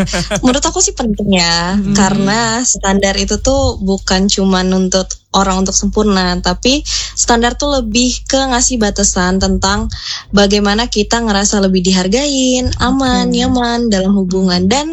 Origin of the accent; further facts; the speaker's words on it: Bandar Lampung, Lampung, Indonesia; aku asalnya asli Bandar Lampung. Terus tuh umur aku 21 tahun